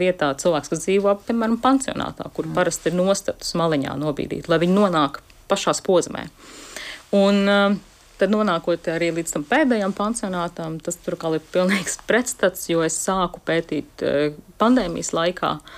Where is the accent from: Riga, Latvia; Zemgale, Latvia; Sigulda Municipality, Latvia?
Riga, Latvia; es esmu balta, es esmu sieviete, es esmu heteroseksuāla, es esmu rīdziniece.